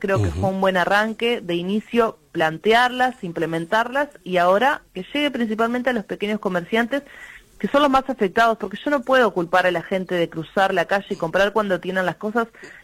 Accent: Fray Bentos, Río Negro, Uruguay; Yo soy de Fraventos, además, entonces también soy frontera con Argentina

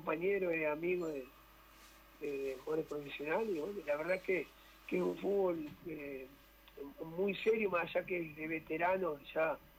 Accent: Uruguay; soy uruguayo

